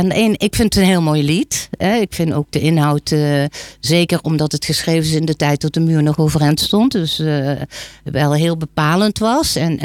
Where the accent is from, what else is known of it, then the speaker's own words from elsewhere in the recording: Limburg, Netherlands; accent: Limburgish dialect; Duits heb ik gekozen omdat ik uit Limburg kom en het dialect, het Limburgse dialect, natuurlijk heel erg op het Duits lijkt.